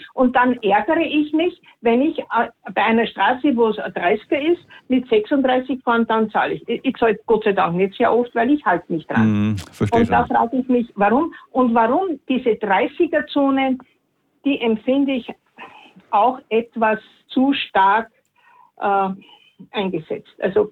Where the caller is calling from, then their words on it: Köstendorf, Salzburg, Austria; Ich rufe aus Köstendorf an.